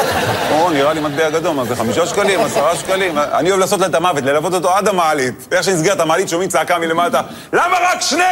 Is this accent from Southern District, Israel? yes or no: no; Netanya, Central District, Israel; האמת, אני גדלתי בנתניה, לא יצא לי, בחיים לא היה לי שליח בבית, כי אמא טריפוליטאית